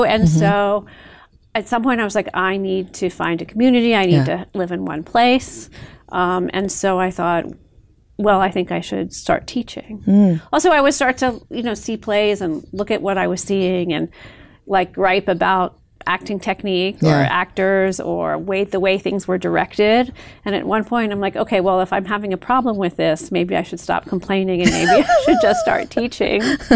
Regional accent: Baltimore, Maryland, United States; moved away; I grew up in Baltimore, Maryland.

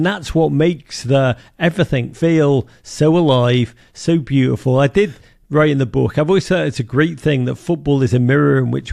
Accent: Liverpool, North West England, United Kingdom; now in United States; I love America. I'm very American now. But I grew up in Liverpool in the 70s

